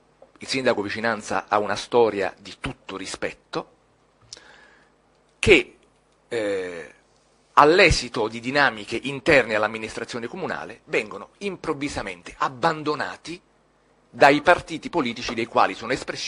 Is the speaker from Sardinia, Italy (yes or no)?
no; Naples, Campania, Italy